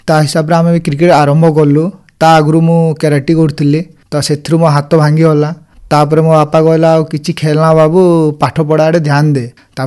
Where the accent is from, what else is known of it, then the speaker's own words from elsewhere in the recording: Burla, Odisha, India; ମୁଁ 3 ଥର state player and 2 ଥର ଓଡ଼ିଶା ରିପ୍ରେଜେଣ୍ଟ କରିଛି। ଆମ ଘର ହେଉଛି ସମ୍ବଲପୁର ବୁର୍ଲା।